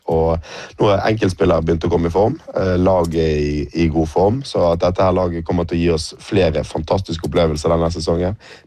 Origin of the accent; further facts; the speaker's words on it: Bergen, Vestland, Norway; og da er man stolt som bergenser også.